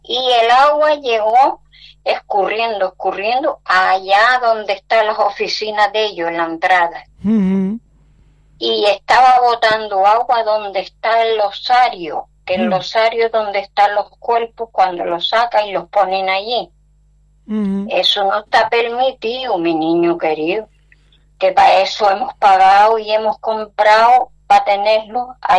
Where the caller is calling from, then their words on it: Telde, Canary Islands, Spain; Llamo ahora mismo de Telde